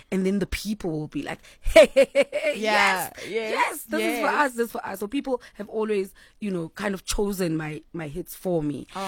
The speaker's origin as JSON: {"language": "English", "town": "Mthatha", "region": "Eastern Cape", "country": "South Africa", "first_language": "Xhosa", "second_language": "English", "said": "always bring it home by using isXhosa. You know, my language is my pride. Mm. You know what I mean? Like, you better know. I'm from Mthatha"}